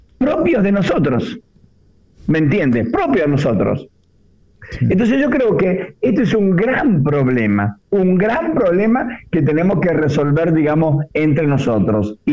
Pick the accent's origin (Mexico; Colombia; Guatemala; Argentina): Argentina